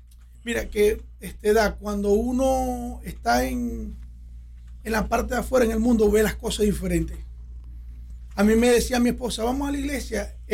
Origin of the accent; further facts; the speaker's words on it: Venezuela; moved away; also born or lived in Chile; vengo desde Venezuela. Primeramente estuve en Chile 7 años viviendo y bueno, en Chile era un desastre total.